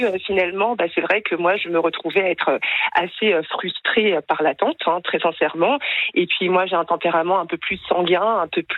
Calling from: Bayeux, Normandy, France; Je suis du côté de Bayeux, près des Tapisseries.

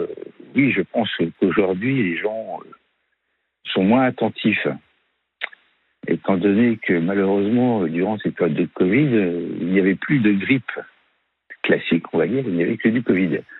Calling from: France

